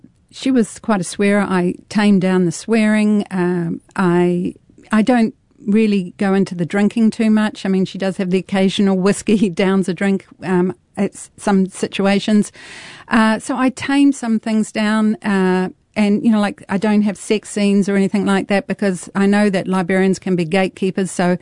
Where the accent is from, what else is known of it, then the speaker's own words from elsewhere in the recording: New Zealand; born there; moved away; also born or lived in Australia; I was born in New Zealand, but our family also moved to Australia and we lived there. And when we were leaving New Zealand, I was asked to fill in a visitor book.